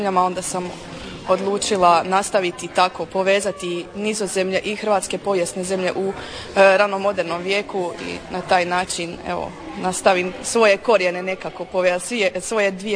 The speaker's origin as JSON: {"language": "Croatian", "town": "Antwerp", "region": "Flanders", "country": "Belgium", "tie": "born or raised there", "second_language": "Croatian", "said": "ali kako je Antwerpen, moj rodni grad, bio toliko bitan u 16. stoljeću, ranom modernom vijeku, ja sam nekako imala osjećaj, mora biti neka poveznica."}